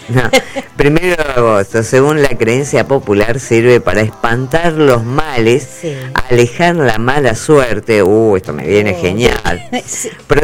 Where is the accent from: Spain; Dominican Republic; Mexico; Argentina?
Argentina